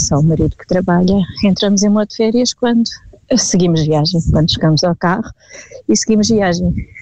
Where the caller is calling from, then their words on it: Barreiro, Lisbon, Portugal; Sou do Barreiro.